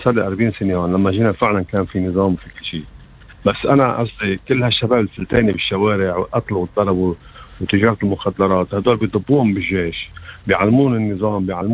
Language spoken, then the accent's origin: Arabic; Lebanon; born there; moved away; يعني خلقت بلبنان أنا وإخواتي كلياتنا